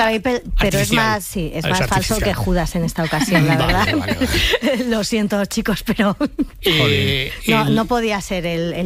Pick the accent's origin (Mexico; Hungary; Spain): Spain; Madrid, Community of Madrid; Efectivamente, mi pueblo es la Villa y Corte.